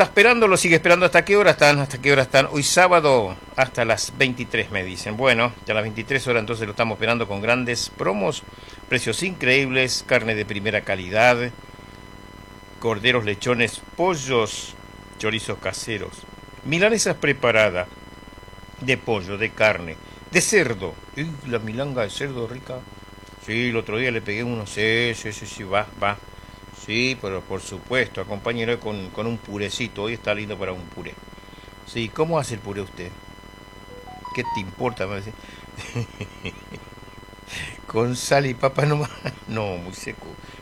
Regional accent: Presidencia de la Plaza, Chaco, Argentina; moved away; saludo para mi gente de Presidencia de la Plaza, mi pueblo natal.

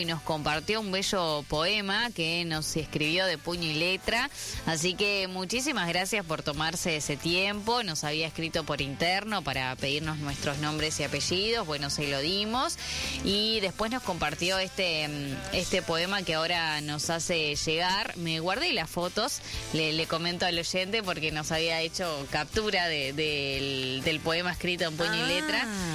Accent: Montevideo, Uruguay; También de Montevideo, sí.

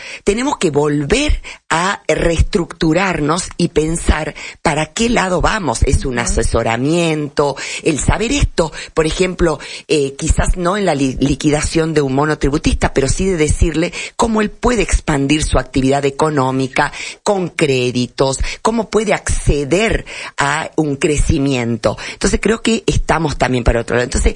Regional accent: Salta, Argentina; cuando yo pongo el domicilio, que soy salteña, Salta Capital, inmediatamente me inscribe en el régimen provincial.

